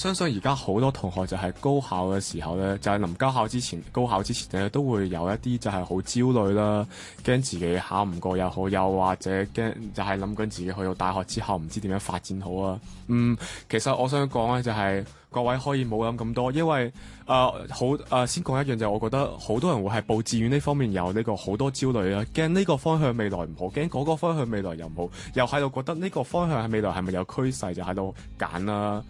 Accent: Macau; 我是来自中国澳门的

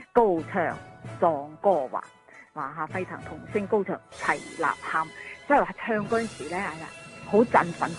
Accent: Guangzhou, Guangdong, China; 我们广东人，而且是我们广州人

